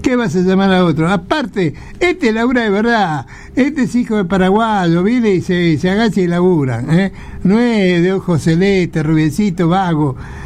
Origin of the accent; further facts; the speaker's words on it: Argentina; como somos los argentinos